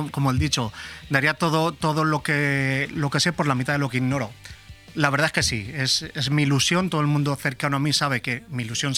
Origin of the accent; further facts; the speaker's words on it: Benidorm, Valencian Community, Spain; now in Valencia, Spain; encantado de estar aquí en Benidorm, en mi tierra